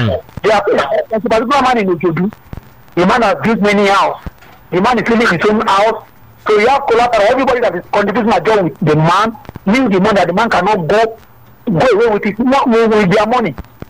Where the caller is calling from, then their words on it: Victoria Island, Lagos, Nigeria; I'm coming from Victoria Island